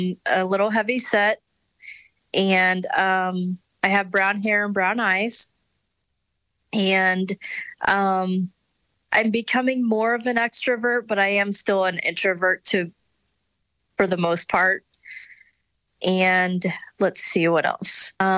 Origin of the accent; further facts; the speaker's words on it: Odessa, Missouri, United States; also born or lived in St. Joseph, Missouri; now in Columbia, United States; Odessa, Missouri. I grew up in Odessa, Missouri.